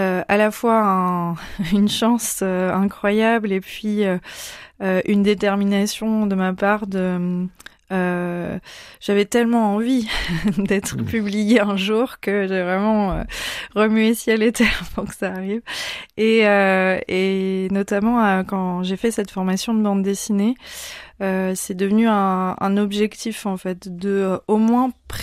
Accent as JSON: {"language": "French", "town": "Crozon", "region": "Brittany", "country": "France", "tie": "born or raised there", "also_born_or_lived": "Paris", "moved": "as an adult", "lives_now": "Lamballe, France", "said": "C'est une histoire de toujours puisque je suis née dans le Finistère et j'ai grandi dans la presqu'île de Crozon, à Crozon même. Et j'ai dû quitter ma Bretagne chérie pour aller faire mes études à Paris. J'ai tenu 8 ans à Paris"}